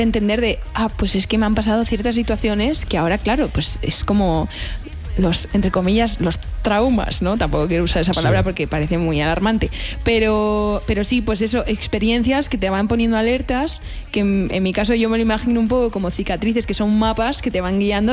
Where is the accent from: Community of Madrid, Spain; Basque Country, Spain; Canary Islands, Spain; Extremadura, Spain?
Community of Madrid, Spain; Madrid; yo soy madrileña de toda la vida.